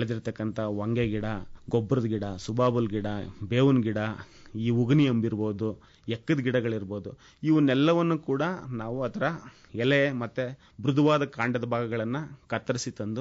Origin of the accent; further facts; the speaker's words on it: Malavalli, Karnataka, India; moved away; ಮೂಲವಾಗಿ ನಾನು ಮಳವಳ್ಳಿ ತಾಲೂಕಿಂದ ಬಂದಿರೋದ್ರಿಂದ ನಮ್ಮೂರಿನಲ್ಲಿ ಕುಷ್ಕಿ ಬೇಸಾಯನ ಜಾಸ್ತಿ ಮಾಡ್ತಾ ಇದ್ರು.